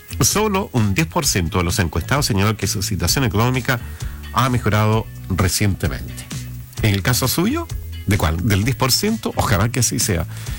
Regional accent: Chile; está revelando cómo somos los chilenos

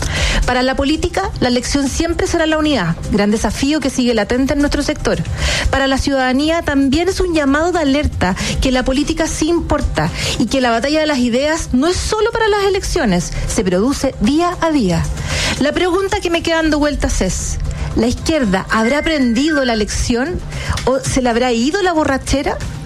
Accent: Chile; Hoy, 4 de septiembre, me siento más chilena que nunca.

